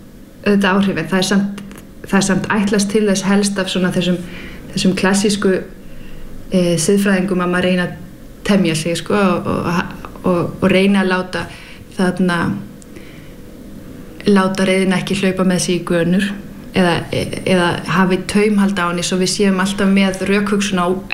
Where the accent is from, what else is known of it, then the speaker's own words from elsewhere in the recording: Denmark; now in Iceland; nú er ég alinn upp í Danmörku og það er mjög, mjög sjaldan að þú verður fyrir reiði í opinberu rými